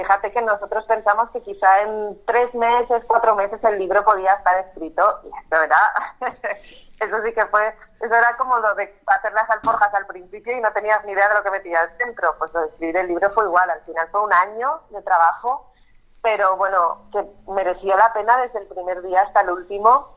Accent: Asturias, Spain; yo soy de Asturias, y aquí los diminutivos se hacen así

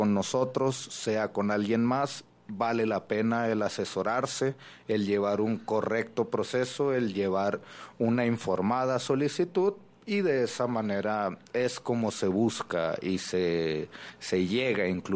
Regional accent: Ciudad Juárez, Chihuahua, Mexico; A la población juarense y a las personas en general que somos ciudadanos mexicanos en busca de viajar a Estados Unidos

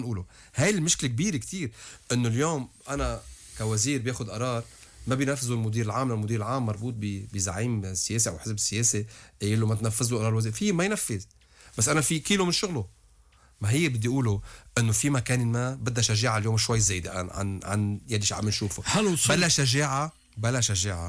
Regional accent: Lebanon; قد ما كان انه اخر شيء نحن لبنانيين

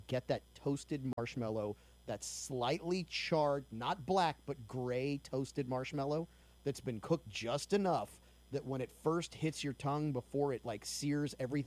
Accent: Metairie, Louisiana, United States; Grant and I grew up in New Orleans

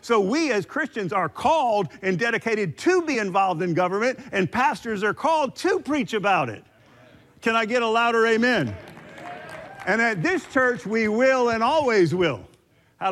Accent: United States

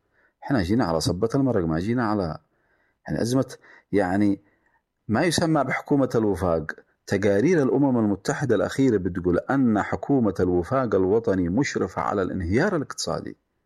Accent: Yemen; نثبت وجودنا في العالم كله كيمنيين

